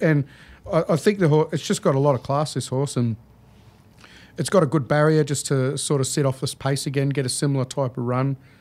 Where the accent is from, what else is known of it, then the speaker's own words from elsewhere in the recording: Brisbane, Queensland, Australia; growing up in Brisbane